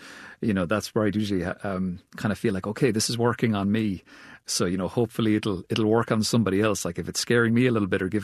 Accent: Cork, Munster, Ireland; We even shot it where I grew up. So I'm from Cork, which is in the southwest of Ireland.

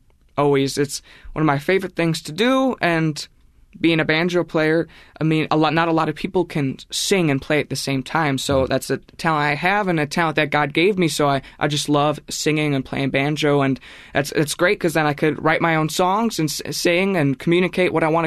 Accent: Wisconsin, United States; born there; 13 miles outside the Dells, right on the Wisconsin River. And I've been going up there ever since I was born. So I grew up around the Wisconsin River. I learned to swim in the Wisconsin River

